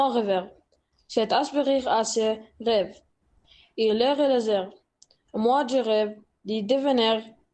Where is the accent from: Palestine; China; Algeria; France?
Palestine; French is a second language; Je viens de Palestine.